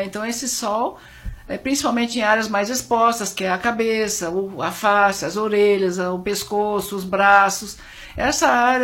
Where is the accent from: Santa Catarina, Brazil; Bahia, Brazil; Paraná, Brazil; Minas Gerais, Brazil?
Paraná, Brazil; Curitiba; now in São Paulo, Brazil; Eu comecei em Curitiba, eu sou de Curitiba, e eu comecei a fazer clínica geral num hospital em Curitiba